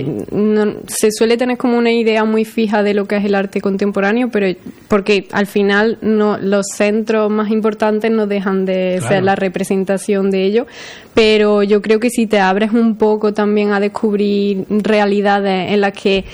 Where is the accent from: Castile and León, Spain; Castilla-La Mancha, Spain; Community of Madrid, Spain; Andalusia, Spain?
Andalusia, Spain; Casariche; Somos cuatro de Casariche